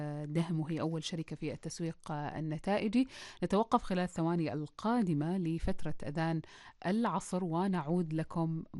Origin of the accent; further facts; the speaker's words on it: Oman; أنا أتوقع أن قطاع العقار عندنا في عمان يتطور بشكل كبير.